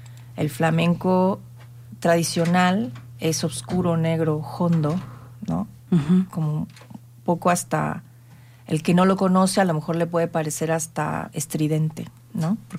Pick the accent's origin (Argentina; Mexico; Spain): Mexico; Yo soy mexicana.